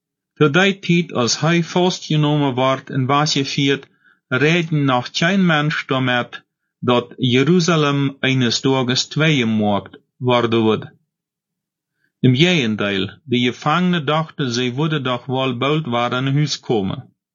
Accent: Paraguay; was in meiner Heimat in Paraguay oder in Deutschland für sich geht

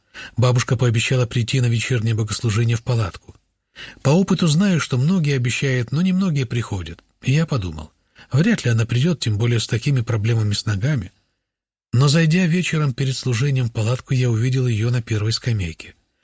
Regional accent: Cherkasy Oblast, Ukraine; когда мы были в моем родном селе в Черкасской области. Там практически все меня знают.

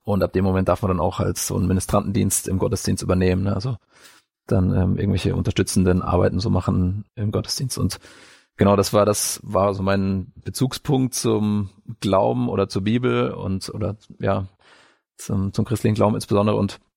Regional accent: Bavaria, Germany; Ich komme ursprünglich aus Bayern, aus Nordbayern, aus dem schönen Frankenland.

